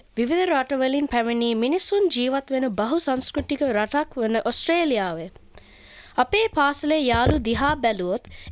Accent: Australia; අපේ අම්මලා තාත්තලා ඔස්ට්‍රේලියාවට ආවේ වෙන රටක ජීවත් වෙලා. නමුත් අපි බොහෝ දෙනෙක් හැදි වැඩුනේ ඔස්ට්‍රේලියාවේ.

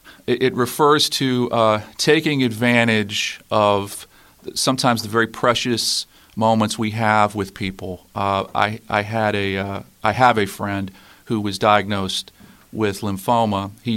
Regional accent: Weirton, West Virginia, United States; now in Pittsburgh, United States; I'm from Weirton originally, and but I've been living in Pittsburgh for the last, I don't know, 26, 27 years.

